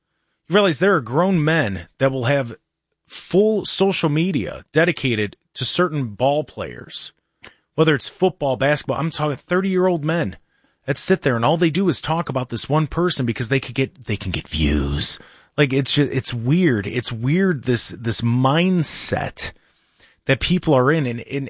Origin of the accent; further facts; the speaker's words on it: Lodi, Ohio, United States; Maybe because I grew up in Lodi and like Southern Medina County, maybe it was like an old fashioned upbringing.